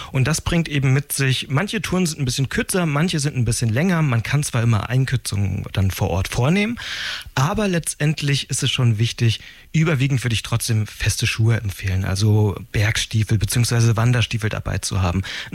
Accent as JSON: {"language": "German", "region": "Rhön", "country": "Germany", "tie": "born or raised there", "lives_now": "Hanover, Germany", "said": "Die nächste Tour geht in meine Heimat in die Rhön. Also ich bin ja Wahlhannoveraner"}